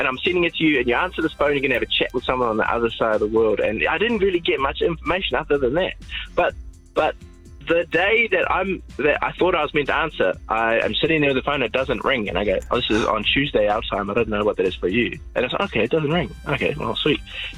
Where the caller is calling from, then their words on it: New Zealand; I'm from Aotearoa, New Zealand.